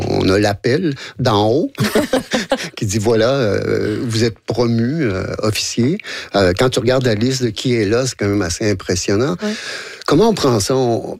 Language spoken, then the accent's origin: French; Quebec, Canada; Je viens d'une tradition, j'ai du Lac-Saint-Jean, je viens pas vraiment ouais. d'une tradition à l'époque où la grande littérature, je vous avoue, n'existait pas. Il n'y avait pas de représentation théâtrale dans la région, ou rien.